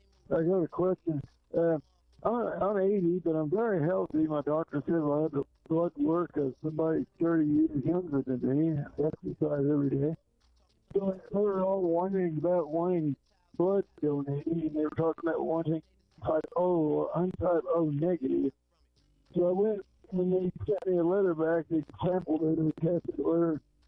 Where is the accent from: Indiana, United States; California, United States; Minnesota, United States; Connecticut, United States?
Indiana, United States; Vincennes; I'm from Vincennes, Indiana.